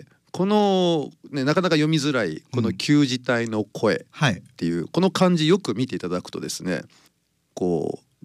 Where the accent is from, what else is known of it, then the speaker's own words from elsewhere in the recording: Uchinada, Ishikawa, Japan; 内灘町出身です。